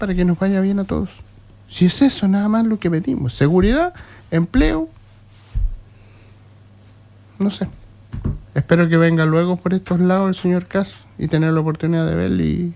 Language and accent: Spanish; Chile